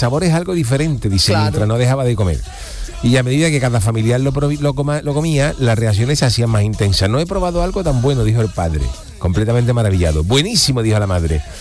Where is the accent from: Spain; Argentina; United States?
Spain; Soy española y no me gusta el melón con jamón.